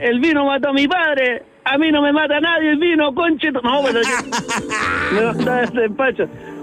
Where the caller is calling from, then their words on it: Santiago, Santiago Metropolitan Region, Chile; yo estoy llamando de Santiago